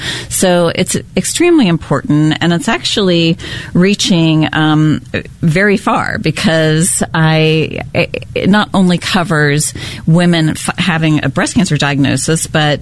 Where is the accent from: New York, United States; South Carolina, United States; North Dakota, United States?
South Carolina, United States; Charleston; Yes, I'm from Charleston.